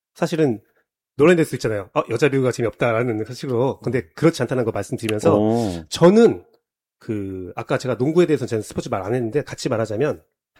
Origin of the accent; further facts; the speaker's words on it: Daejeon, South Korea; 제가 대전 사람이니까